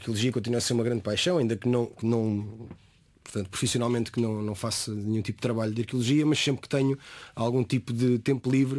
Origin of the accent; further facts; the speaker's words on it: Torres Vedras, Lisbon, Portugal; born there; em Torres Vedras, na cidade onde eu vivo, onde eu nasci